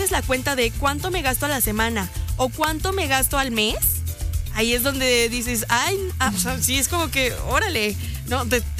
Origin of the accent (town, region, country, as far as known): Mexico